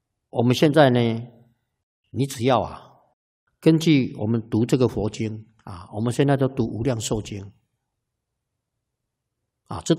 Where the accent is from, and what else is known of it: China